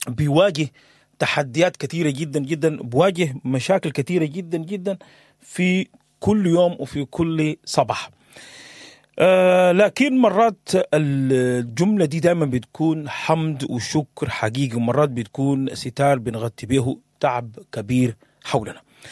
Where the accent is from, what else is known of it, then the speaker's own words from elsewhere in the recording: Sudan; ونبتدي بها من بلدنا السودان.